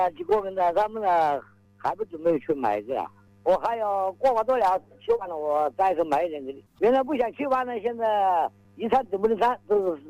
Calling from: Xiantao, Hubei, China; 我湖北仙桃长塘镇星火镇

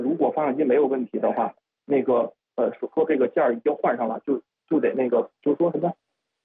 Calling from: Hangzhou, Zhejiang, China; 尤其就是因为我是在那萧山那边

